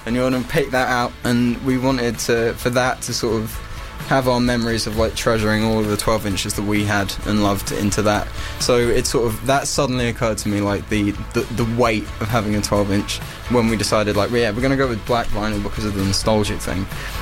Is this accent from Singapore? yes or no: no; Richmond, London, United Kingdom; In Richmond, in London.